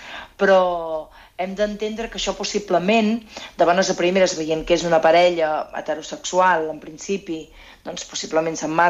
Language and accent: Catalan; Torelló, Catalonia, Spain; jo, evidentment, som de Torelló